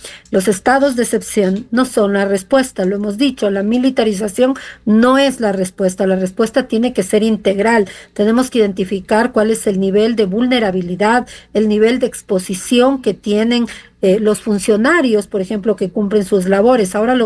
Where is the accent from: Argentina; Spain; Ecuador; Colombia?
Ecuador